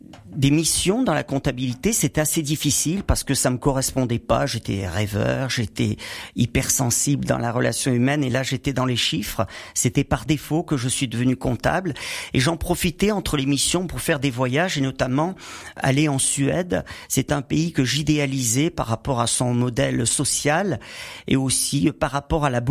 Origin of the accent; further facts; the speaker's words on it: Millau, Occitanie, France; born there; also born or lived in Saint-Paul-Trois-Châteaux / Montélimar / Montpellier; je suis né à Saint-Paul-Trois-Châteaux. J'ai vécu 8 ans à Montélimar et après, on est allé à Millau, dans l'Aveyron.